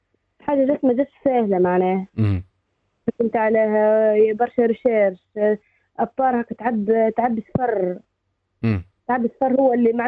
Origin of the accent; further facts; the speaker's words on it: Gabès, Gabès Governorate, Tunisia; جابس معناها هي مدينتنا من الجنوب